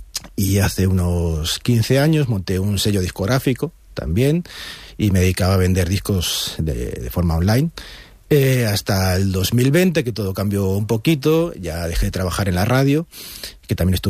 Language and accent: Spanish; Cáceres, Extremadura, Spain; born there; also born or lived in Zaragoza / Salorino; Allí nací yo y con el tiempo se volvieron para Extremadura, yo con ellos, por supuesto. Primero a Salorino, luego a Cáceres, y aquí pues llevo ya más de 30 años, ya soy un catobi casi.